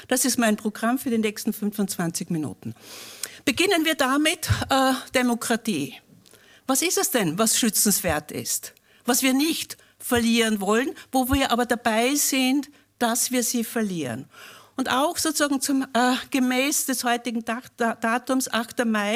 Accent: Upper Austria, Austria; moved away; Für mich ist es auch ein bisschen ein Heimkommen. Ich bin Oberösterreicherin

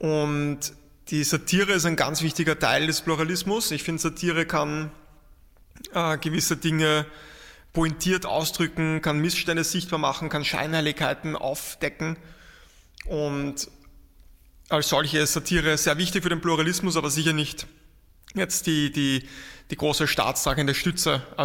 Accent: Vienna, Austria; da meine ich so, jetzt auch als Wiener, denke ich, so einen Wiener Schmäh.

